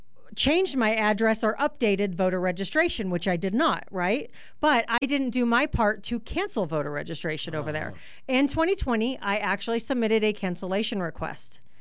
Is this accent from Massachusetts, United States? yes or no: no; California, United States; now in Arizona, United States; I am from California originally.